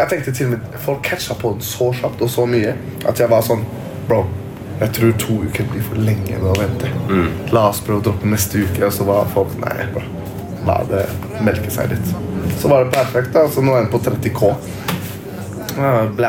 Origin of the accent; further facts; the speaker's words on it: Trondheim, Trøndelag, Norway; Jeg er fra Trondheim, brør. Jeg elsker Trondheim.